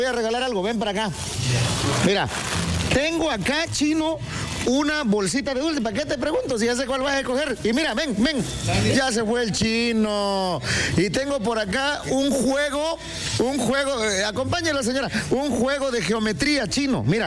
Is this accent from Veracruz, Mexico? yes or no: yes; Tatitlán, Veracruz, Mexico; moved away